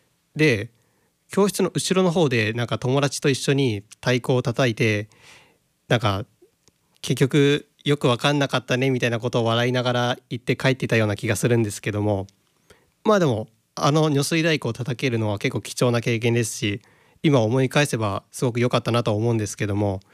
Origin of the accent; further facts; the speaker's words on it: Okayama, Japan; 私の地元岡山